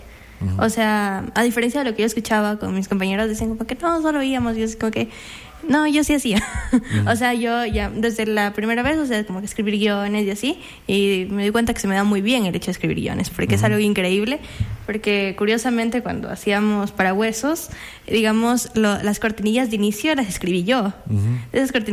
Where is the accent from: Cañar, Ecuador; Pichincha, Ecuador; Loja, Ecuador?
Loja, Ecuador; moved away; Yo soy de Loja.